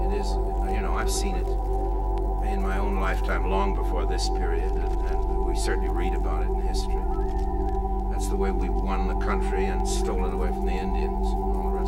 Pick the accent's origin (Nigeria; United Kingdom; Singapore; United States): United Kingdom; England; English didn't do to that island right next door to them, to the Irish, for a period of 700 years, and we're English.